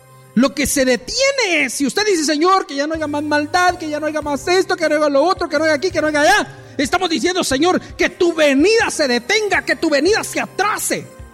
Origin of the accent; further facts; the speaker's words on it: Guatemala; usted y yo somos guatemaltecos